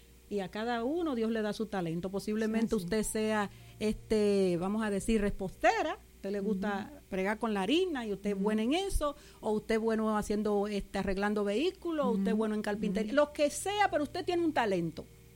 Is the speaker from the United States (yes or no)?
no; Santo Domingo, Distrito Nacional, Dominican Republic; moved away as an adult; now in Virgin Islands; yo soy de República Dominicana, la capital, Santo Domingo. Vine a las Islas Vírgenes en el 1999, a finales.